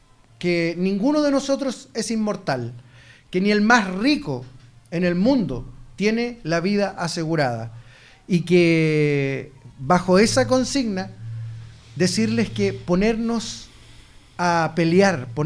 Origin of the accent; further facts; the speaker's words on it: Angol, Araucanía, Chile; Le digo yo, no, yo soy de Angol.